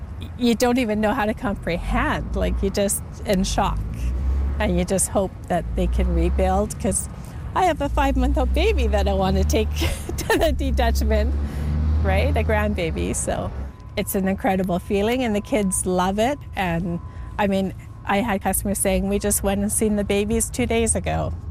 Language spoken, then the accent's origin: English; Revelstoke, British Columbia, Canada; now in Sicamous, Canada; Growing up in Revelstoke, every time we drove through Sikkimoose, we would stop for ice cream.